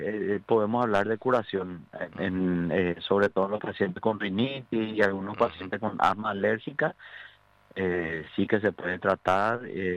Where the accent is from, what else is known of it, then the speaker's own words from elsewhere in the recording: Paraguay; nosotros los paraguayos somos cachivacheros